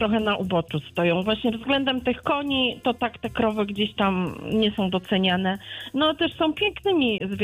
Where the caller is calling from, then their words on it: Świdnica, Lower Silesian Voivodeship, Poland; Ze Świdnicy.